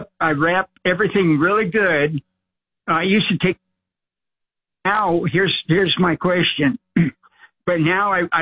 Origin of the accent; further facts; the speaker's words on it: California, United States; I'm from California all my life.